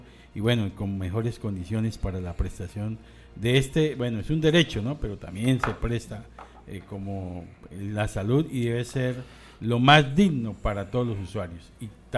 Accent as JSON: {"language": "Spanish", "country": "Colombia", "said": "todos somos colombianos y colombianas."}